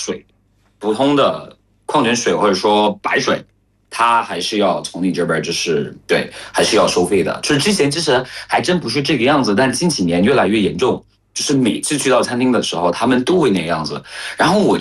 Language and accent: Chinese; Cameroon; Chinese is a second language; moved away as an adult; now in China; 我在本国在喀麦隆的时候